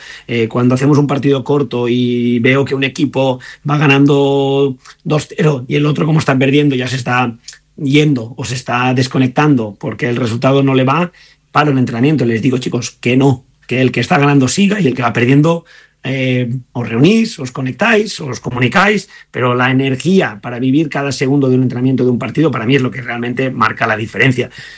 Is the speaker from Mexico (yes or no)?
no; Granollers, Catalonia, Spain; en mi pueblo, en Granollers